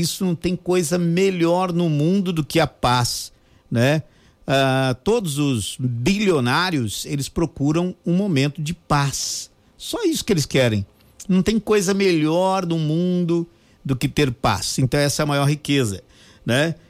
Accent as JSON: {"language": "Portuguese", "town": "Aral Moreira", "region": "Mato Grosso do Sul", "country": "Brazil", "tie": "born or raised there", "lives_now": "Paraguay", "said": "Quando era criança, eu morava em Aral Moreira, morava com a minha avó, né, gente?"}